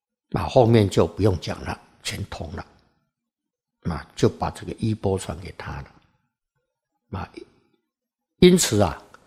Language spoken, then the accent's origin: Chinese; China; 那么我们中国人可以说是大圣种性啊，北传佛教啊大圣的。